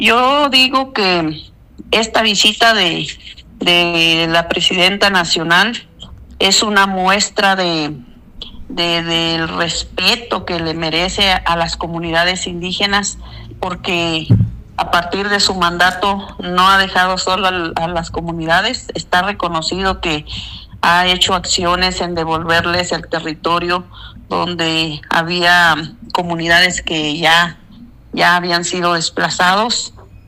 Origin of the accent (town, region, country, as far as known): Chihuahua, Mexico